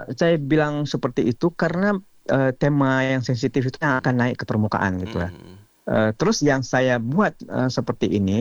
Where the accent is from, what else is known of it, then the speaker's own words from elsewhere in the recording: Aceh, Indonesia; now in Meulaboh, Indonesia; Saya itu aslinya Sama Tiga. Saya asli saya Sama Tiga. Kemudian saya mengajar di Mandua Aceh Barat. Terus kebetulan saat ini saya sudah berkeluarga dan tinggal di Melabu gitu. Tapi aslinya memang orang Sama Tiga asli gitu